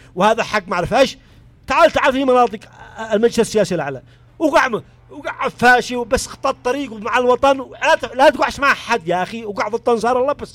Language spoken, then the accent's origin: Arabic; Yemen